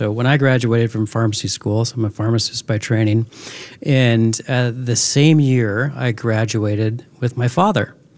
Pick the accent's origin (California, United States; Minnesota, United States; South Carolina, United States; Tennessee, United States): Minnesota, United States; Roseau; now in Grand Rapids, United States; Where I grew up in Roseau, Minnesota, everybody kind of wanted to move away because it was tiny.